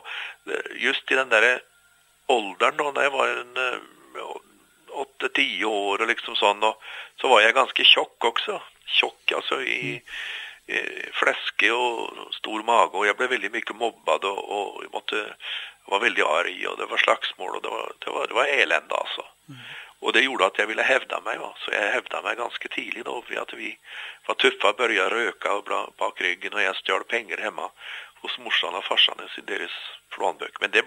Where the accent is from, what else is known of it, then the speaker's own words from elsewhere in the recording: Oslo, Norway; Swedish is a second language; also born or lived in Tromsø, Norway; now in Gothenburg, Sweden; av Tromsö. Jag flyttade faktiskt ner med familjen när jag var 3 år gammal bara. Mm. Så jag har vuxit upp i Oslo.